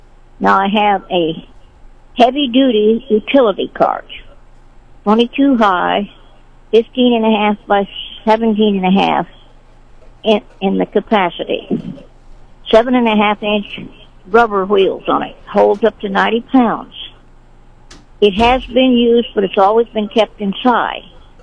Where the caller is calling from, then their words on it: Sedalia, Missouri, United States; I'm calling from Sedalia.